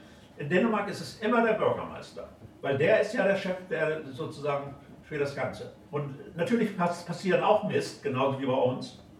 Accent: Schleswig-Holstein, Germany; ich komme ja aus Schleswig-Holstein oben an der Küste

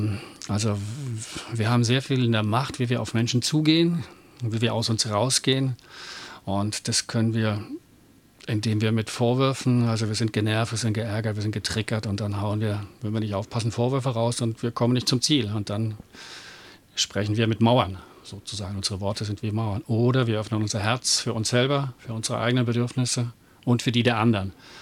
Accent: Tübingen, Baden-Württemberg, Germany; ich komme aus Tübingen.

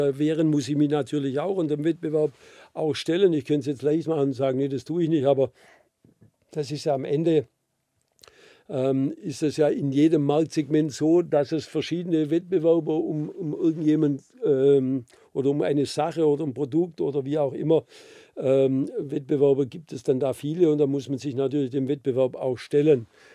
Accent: Baden-Württemberg, Germany; accent: Swabian; Meinen schwäbischen Akzent versteht man hier auch ganz gut. Die Mentalität der Menschen hier liegt mir. Ich sage immer, ich bin ein schwäbischer Berater

